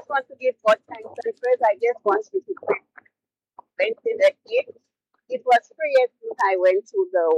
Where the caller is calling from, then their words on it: England, United Kingdom; I'm calling from England.